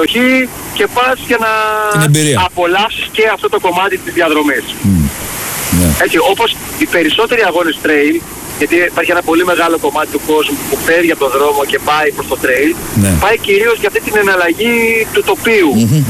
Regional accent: Lechaina, Western Greece, Greece; Διότι μεγάλωσα στα Λεχενά, ήταν ο πατέρας μου τότε στην πολεμική αεροπορία στην Αντραβίδα, συμβάζει στην Αντραβίδα, μεγάλωσα στα Λεχενά, από όπου κατάγεται και ο ίδιος.

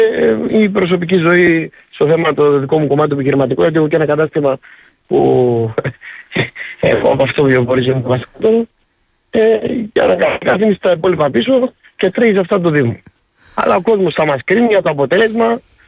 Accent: Lindos, South Aegean, Greece; είναι πρώτο Πάσχα που έκανα μακριά από την Λίνδο.

